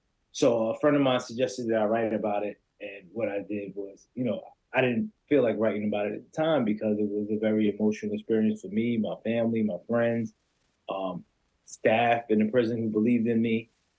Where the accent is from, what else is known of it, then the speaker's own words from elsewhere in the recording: New York City, New York, United States; now in Connecticut, United States; I'm married. I'm from Queens, New York. I have 2 siblings, brother and sister. My parents immigrated from Guyana, which is in South America. I recently went there for the first time about 2 months ago.